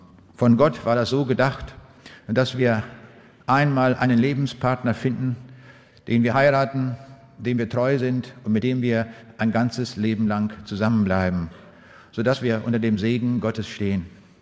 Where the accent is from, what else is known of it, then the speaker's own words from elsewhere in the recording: Braunschweig, Lower Saxony, Germany; Ich komme aus der Stadt Braunschweig